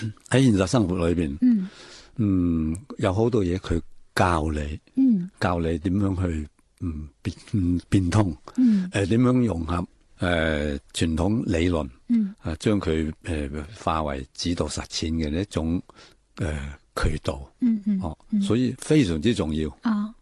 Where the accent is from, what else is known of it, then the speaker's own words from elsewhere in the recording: Shunde, Guangdong, China; 本来我就系岭南水乡嘅土生土长嘅，系一员，所以佢按照计，你个地缘同埋你个血缘啊，都系属于呢块土地嘅，呢块热土嘅。